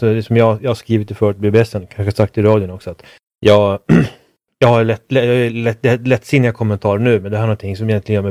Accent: Sweden; som svensk

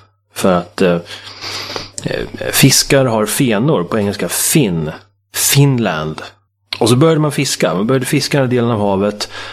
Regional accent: Sweden; för mig som svensk

